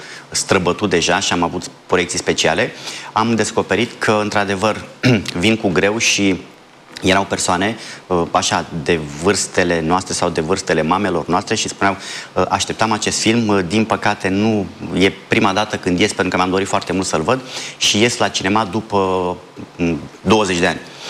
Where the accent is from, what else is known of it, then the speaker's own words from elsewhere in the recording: Topolog, Tulcea County, Romania; la mine în comuna Topolog, de unde sunt eu.